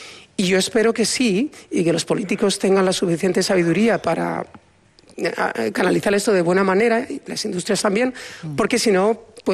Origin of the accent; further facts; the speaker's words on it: Spain; moved away as an adult; now in United States; yo soy español